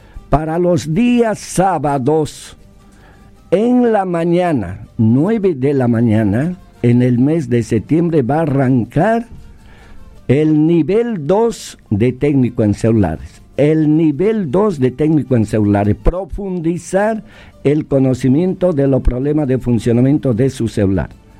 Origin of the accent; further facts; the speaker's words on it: Bolivia; now in Buenos Aires, Argentina; nosotros como bolivianos